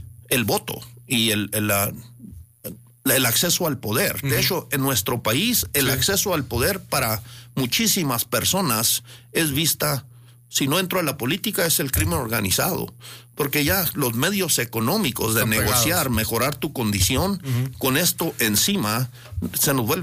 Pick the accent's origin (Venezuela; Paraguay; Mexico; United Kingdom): Mexico; Chihuahua; born there; yo nací en Chihuahua y pues realmente me considero mexicano.